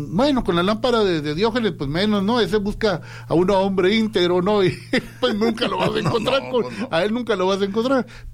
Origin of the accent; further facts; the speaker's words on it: Navojoa, Sonora, Mexico; moved away; Allá por rumbo de mi tierra, por Navojoa.